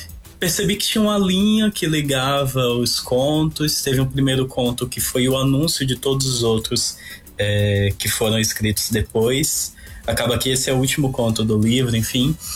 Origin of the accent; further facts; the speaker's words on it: Salvador, Bahia, Brazil; moved away as an adult; also born or lived in Belo Horizonte; now in São Paulo, Brazil; do meu bairro, que eu nasci lá em Salvador, que é um bairro de periferia, vivi lá a maior parte da minha vida, até 2019, quando eu mudei para Belo Horizonte, depois vim para São Paulo